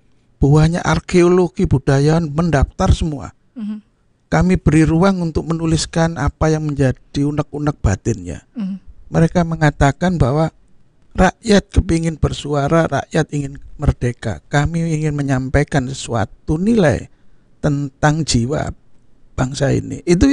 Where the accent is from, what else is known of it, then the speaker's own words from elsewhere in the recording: Indonesia; kita, orang Nusantara